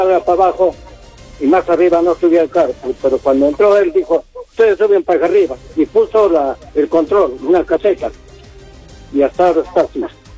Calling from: Peru; Yo vivo en Nueva Leticia, sector Huayco, Parque Tejido La Unión, es un pueblito nuevo

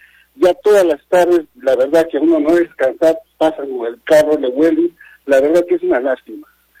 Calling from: Guadalupe, Arequipa, Peru; Yo soy de Guadalupe.

